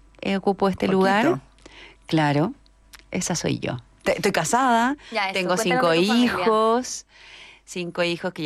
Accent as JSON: {"language": "Spanish", "town": "Rancagua", "region": "O'Higgins", "country": "Chile", "tie": "born or raised there", "moved": "yes", "said": "si no mi mamá se enoja. Soy de Rancagua, estudié allá en el Colegio Instituto Inglés y soy periodista."}